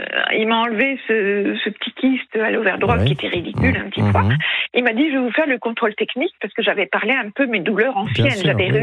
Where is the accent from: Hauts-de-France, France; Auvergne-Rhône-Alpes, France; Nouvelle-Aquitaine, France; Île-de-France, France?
Hauts-de-France, France; Je suis native du Pas-de-Calais